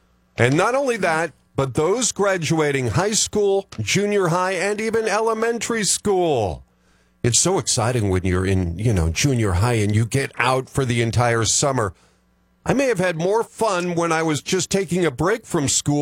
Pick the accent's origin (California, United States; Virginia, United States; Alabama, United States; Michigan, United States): California, United States; San Luis Obispo; born there; We're both from Illinois. Well, I was born here, but the family was from Illinois. Father was from Illinois.